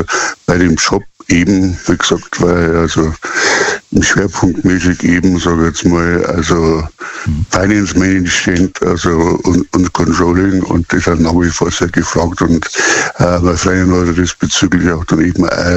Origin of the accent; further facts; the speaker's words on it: Rosenheim, Bavaria, Germany; Also wie gesagt, ich komme aus Rosenheim, sprich aus Bayern.